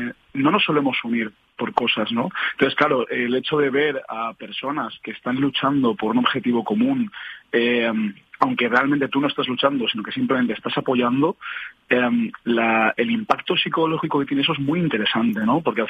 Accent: Spain; simplemente soy español

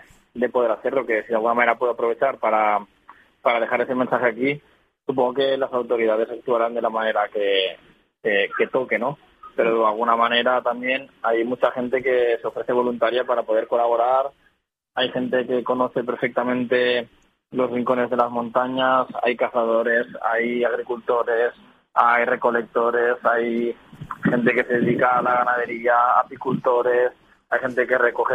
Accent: Artana, Valencian Community, Spain; now in Benicàssim, Spain; hablo de Artana porque al final pues es mi pueblo

